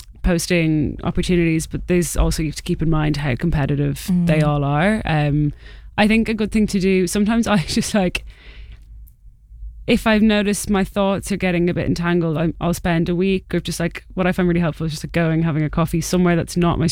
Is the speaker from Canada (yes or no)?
no; Dublin, Leinster, Ireland; also born or lived in Belfast; now in London, United Kingdom; I'm from Dublin. Mum's from Belfast.